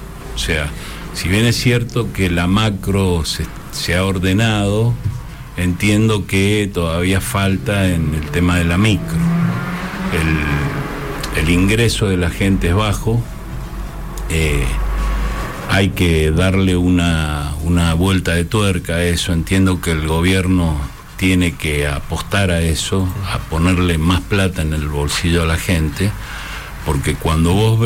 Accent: General Alvear, Mendoza, Argentina; moved away as an adult; Y me fui a los 18 años de Alvear.

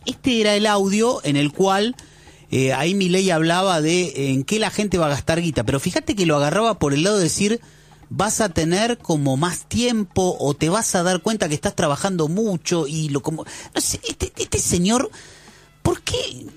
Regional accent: Argentina

